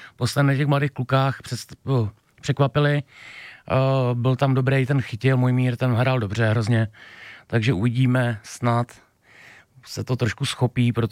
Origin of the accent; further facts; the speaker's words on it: East Bohemia, Czechia; No a ve východočeském derby, odkud pocházím já, tak hráli doma Hradec s Pardubicema